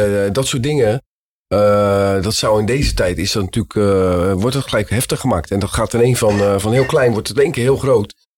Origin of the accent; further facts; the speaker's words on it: Vlaardingen, South Holland, Netherlands; accent: Rotterdam; Ja, Rotterdamse tongval, ja.